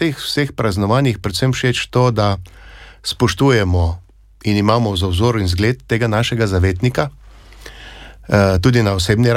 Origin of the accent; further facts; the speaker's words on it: Styria, Slovenia; Sam prihajam iz Štajerske, pri nas v marsikaterem društvu so obudili običaj, da na predvečer praznovanja svetega Florijana pridijo fanti in zapojejo od hiše do hiše.